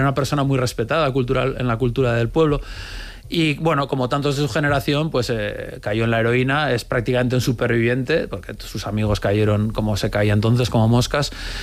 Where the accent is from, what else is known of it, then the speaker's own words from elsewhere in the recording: San Sebastián, Basque Country, Spain; Yo soy de San Sebastián, del año 76